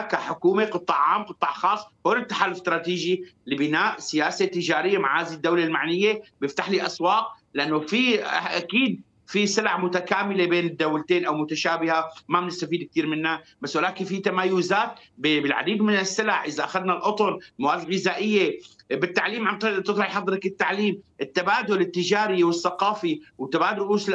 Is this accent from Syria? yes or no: yes; Syria; انا كمواطن سوري